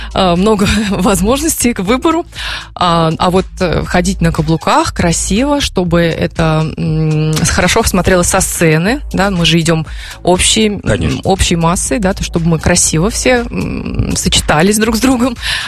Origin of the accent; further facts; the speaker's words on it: Orsk, Orenburg Oblast, Russia; Так как я из Орска